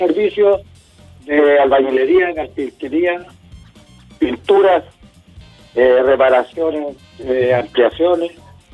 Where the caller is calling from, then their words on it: Chiguayante, Biobío, Chile; De Chihuayante.